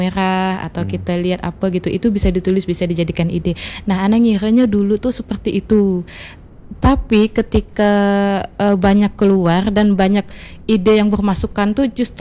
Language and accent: Indonesian; Sambas, West Kalimantan, Indonesia; Saya Sambas Bang.